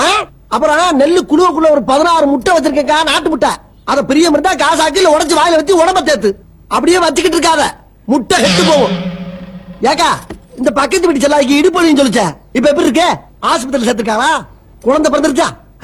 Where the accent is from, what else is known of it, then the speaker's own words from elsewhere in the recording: Kanadukathan, Tamil Nadu, India; காரக்குடி பக்கத்துல காணாடு காத்தா.